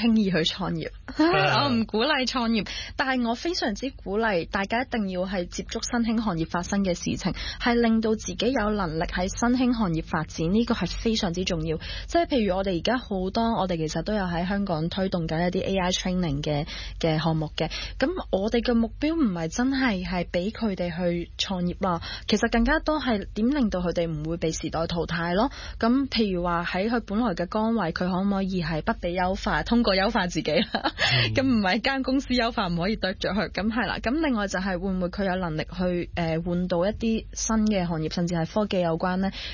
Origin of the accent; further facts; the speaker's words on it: China; 咁所以慢慢我覺得我越嚟越回歸我哋中國人嘅傳統。